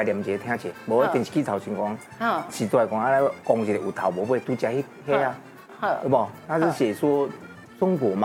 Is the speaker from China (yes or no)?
no; Kinmen County, Taiwan; 他们很喜欢我们金门这边的高粱，